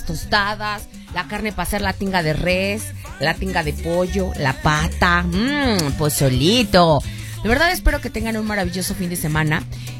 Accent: Mexico; Soy mexicano y digo provechito aunque no conozca a la persona. Soy mexicano y si la comida no pica, le falta algo.

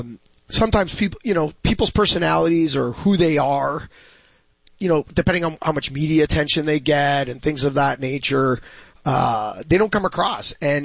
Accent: Canada; I'm Canadian.

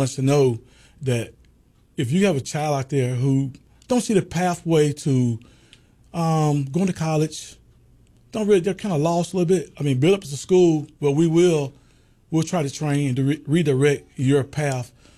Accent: Birmingham, Alabama, United States; Well, first of all, I'd like to tell you, I'm from Birmingham, Alabama.

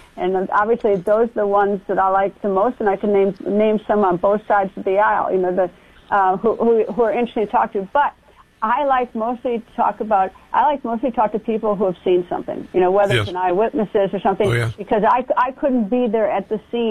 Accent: Wisconsin, United States; I get that. I'm from Wisconsin.

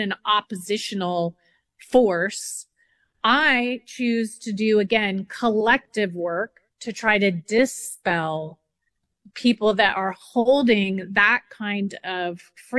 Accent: Canada; And I'm French Canadian.

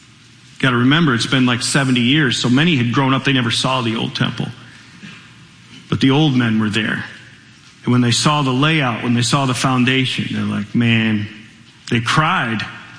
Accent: Michigan, United States; born or raised there

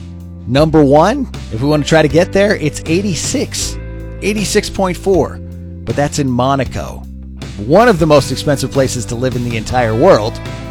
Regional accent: United States; we're American.

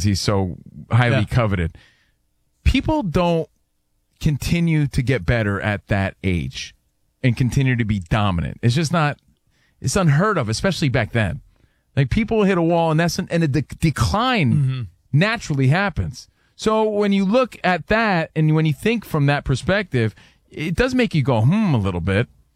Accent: East Coast, United States; Rich and I grew up on the East mm-hmm. Coast, and we grew up with Guido meatheads

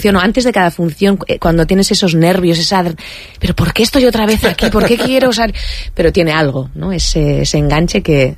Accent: San Sebastián, Basque Country, Spain; Yo soy de aquí, de Donosti, y actuar en el Antzokizarra para mí es, sí, estar en casa.

